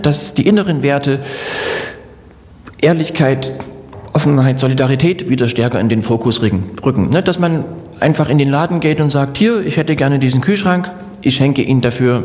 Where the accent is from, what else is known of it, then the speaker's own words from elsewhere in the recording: Saxony, Germany; born there; now in Dresden, Germany; mein Lebensmittelpunkt ist ja mittlerweile Dresden. Ich bin ja im Vogtland geboren, ich bin gerne dort geboren